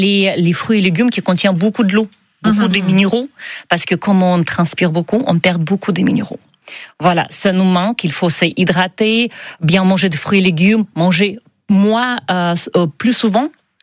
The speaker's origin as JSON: {"language": "French", "region": "Minsk", "country": "Belarus", "second_language": "French", "moved": "as an adult", "lives_now": "France", "said": "Je suis biélorusse. Je viens de Minsk, capitale."}